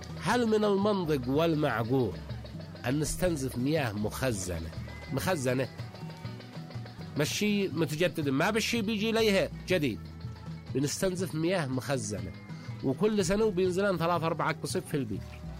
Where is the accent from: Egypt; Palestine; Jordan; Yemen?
Yemen; Sanaa, Amanat Al Asimah; عندنا في صنعاء